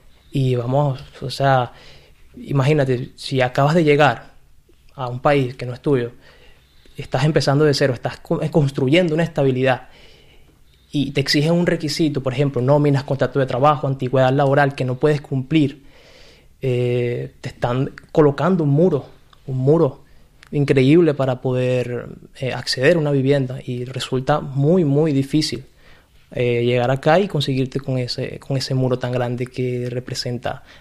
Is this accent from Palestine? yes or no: no; Venezuela; now in Spain; actualmente soy venezolano y actualmente estoy viviendo acá en España con mi familia.